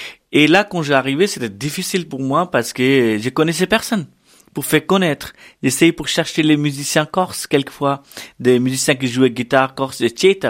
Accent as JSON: {"language": "French", "town": "Jaipur", "region": "Rajasthan", "country": "India", "second_language": "French", "moved": "yes", "said": "Depuis plus de 7 générations, on fait la musique de notre famille. Et je viens de Rajasthan, de ville Jaipur."}